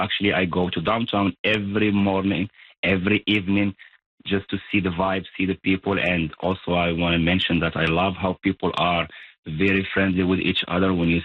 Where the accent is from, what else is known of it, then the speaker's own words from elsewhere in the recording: Vancouver, British Columbia, Canada; English is a second language; also born or lived in Morocco; I am a Canadian Moroccan. I live in Vancouver.